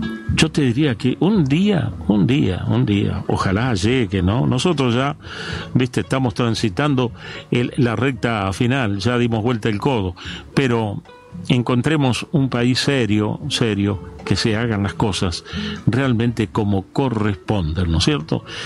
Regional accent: Argentina; los argentinos somos los argentinos

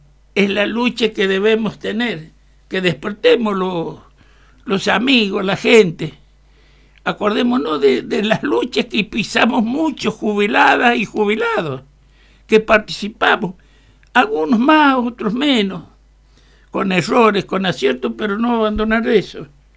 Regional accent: Argentina

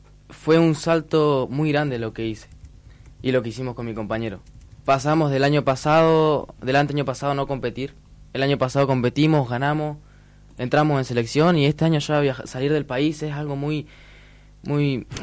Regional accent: Rincón de los Sauces, Neuquén, Argentina; now in Cipolletti, Argentina; Bueno, seguí. Yo soy de Rincón de los Sauces.

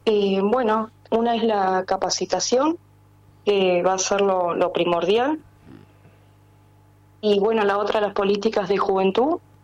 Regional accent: Viedma, Río Negro, Argentina; Sí, de Viedma.

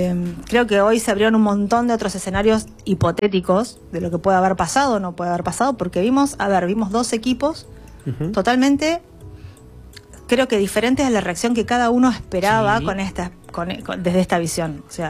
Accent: Argentina; trasciende para nosotros como argentinos

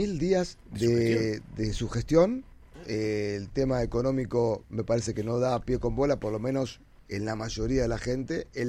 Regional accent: Argentina

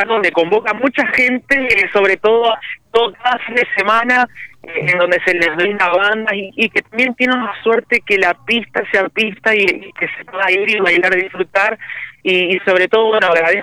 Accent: Coronda, Santa Fe, Argentina; yo soy acá de Coronda, de la provincia acá de Santa Fe

